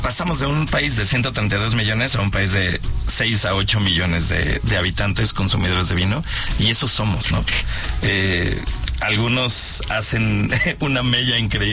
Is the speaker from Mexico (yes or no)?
yes; Mexico